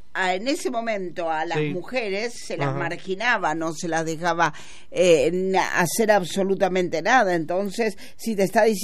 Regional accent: Argentina; nosotros somos Argentina

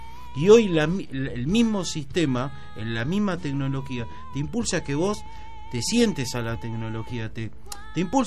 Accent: Punta Alta, Buenos Aires Province, Argentina; Yo que vengo de Punta Alta, me crié.

